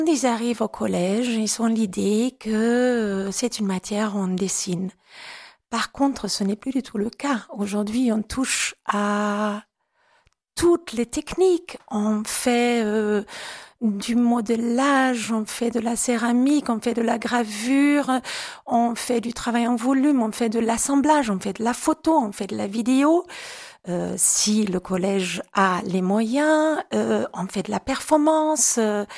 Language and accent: French; Germany; accent: German; French is a second language; now in Avignon, France; j'ai un accent allemand. Je suis d'origine allemande